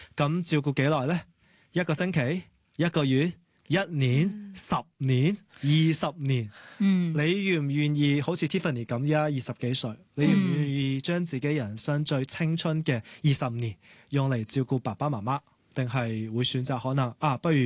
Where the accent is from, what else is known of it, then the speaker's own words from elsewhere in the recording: Hong Kong; 我们香港人呢都有一个很特别的文化，就是比家用。